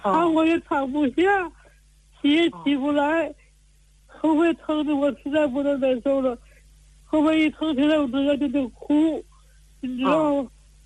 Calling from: Tianjin, China; 我是天津的南开区的。

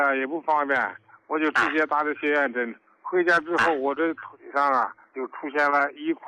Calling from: Shenyang, Liaoning, China; 我是沈阳的，

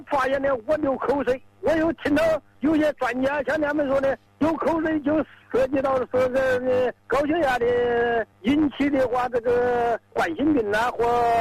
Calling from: Dangyang, Hubei, China; 我是丹阳市苗县镇延吉村儿子。

